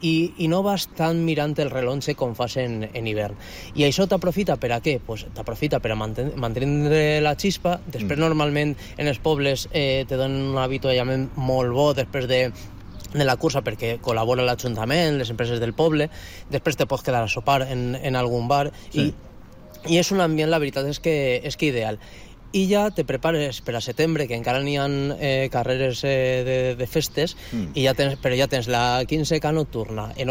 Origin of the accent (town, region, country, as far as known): L'Eliana, Valencian Community, Spain